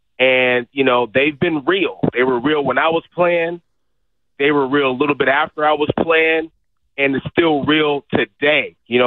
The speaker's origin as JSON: {"language": "English", "town": "Fremont", "region": "California", "country": "United States", "tie": "born or raised there", "also_born_or_lived": "Oakland, California", "said": "I grew up in Fremont, California. I was born in Oakland. A lot of my family's still out there in the town. But I grew up in Fremont, California."}